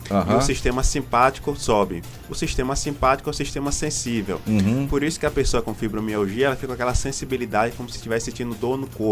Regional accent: Bahia, Brazil; eu sou de Piauí, na Bahia.

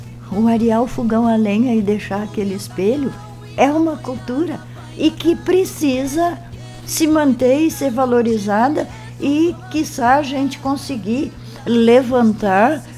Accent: Cambará do Sul, Rio Grande do Sul, Brazil

